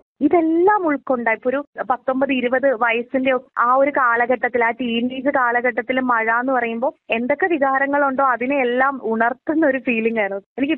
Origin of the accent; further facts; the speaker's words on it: Vaikom, Kerala, India; moved away as an adult; also born or lived in Ernakulam; ആദ്യമായിട്ടായിരിക്കും മറ്റൊരു ജില്ലയിലേക്ക് ഞാൻ പഠിക്കാൻ വരുന്നത്. വൈക്കത്ത് ഒരു നാട്ടിൻപുറ ഗ്രാമത്തിൽ നിന്നും ആദ്യമായിട്ട് എറണാകുളം പോലെയുള്ള ഒരു മഹാനഗരത്തിലേക്ക്